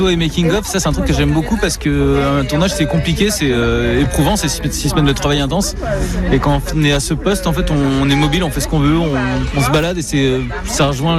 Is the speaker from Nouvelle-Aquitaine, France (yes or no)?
no; Cherbourg, Normandy, France; moi je suis né à Cherbourg, j'ai grandi à l'école de voile de Cherbourg